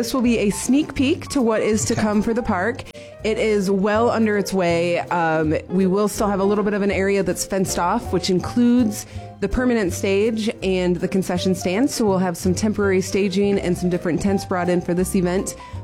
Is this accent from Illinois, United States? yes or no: yes; Poplar Grove, Illinois, United States; I'm from Poplar Grove. It's very close by. Close enough.